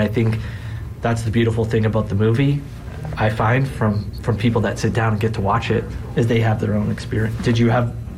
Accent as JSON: {"language": "English", "town": "Toronto", "region": "Ontario", "country": "Canada", "tie": "born or raised there", "said": "not only is it my hometown"}